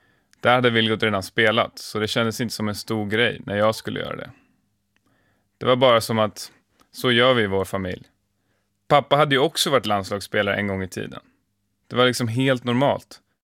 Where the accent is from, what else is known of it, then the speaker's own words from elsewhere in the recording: Nacka, Stockholm County, Sweden; Vi spelade mot varandra i alla hallar som fanns hemma i Nacka, men oftast hemma på garageuppfarten.